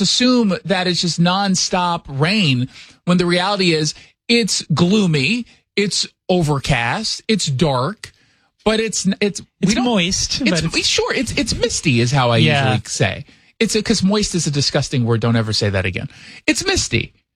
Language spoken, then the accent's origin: English; Seattle, Washington, United States; No, I'm from Seattle. They're just not used to us.